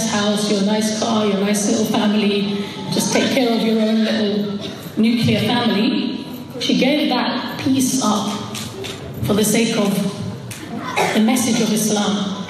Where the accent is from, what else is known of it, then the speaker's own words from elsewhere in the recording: Hackney, London, United Kingdom; we grew up in Hackney. She used to walk on the streets of Hackney at a time when nobody wore hijab.